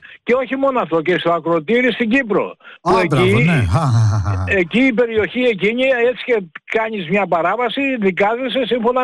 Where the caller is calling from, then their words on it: Kalamata, Peloponnese, Greece; Να σας ευχαριστήσω σαν Καλαματιανός και Μεσσίνιος